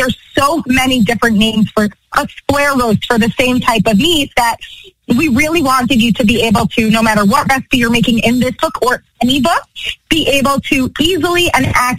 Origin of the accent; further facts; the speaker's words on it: Five Towns, New York, United States; being that I grew up in the Five Towns, you know, and spent my childhood shopping gourmet glass and then moved here